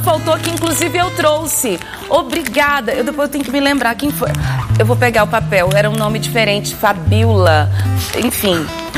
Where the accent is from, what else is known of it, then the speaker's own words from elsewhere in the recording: Minas Gerais, Brazil; Nós que somos mineiros